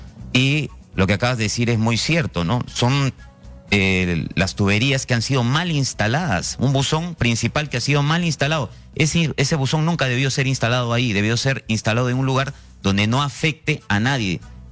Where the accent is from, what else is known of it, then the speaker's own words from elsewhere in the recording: Apurímac, Peru; born there; now in Lima, Peru; Yo soy apurimeño, nacido allá. Mis padres vinieron jóvenes a Lima Sur, a Villa El Salvador, y mi padre empresario en el parque industrial.